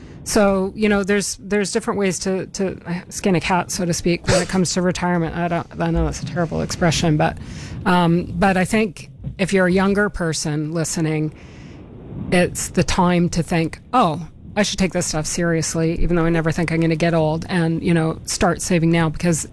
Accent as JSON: {"language": "English", "country": "Canada", "said": "I come from Canada"}